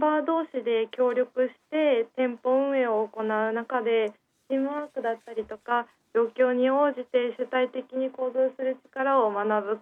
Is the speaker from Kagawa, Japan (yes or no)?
yes; Sakaide, Kagawa, Japan; born there; 私自身が坂出の高校の出身であって、坂出に愛着があった